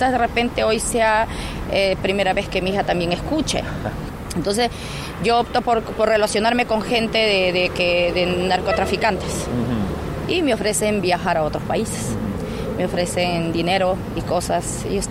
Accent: Tamshiyacu, Loreto, Peru; moved away; Yo soy en sí de la selva, del oriente. Vengo de un pueblito llamado Tamixiaco. Entonces, yo nací ahí.

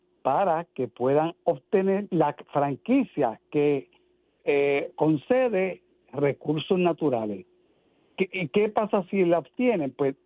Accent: Caguas, Puerto Rico; en mi pueblo de Cagua

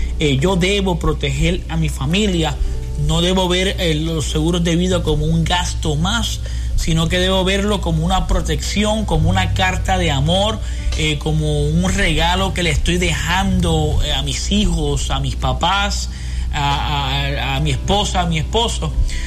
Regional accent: Puerto Rico; como buen puertorriqueño o hispanos que somos

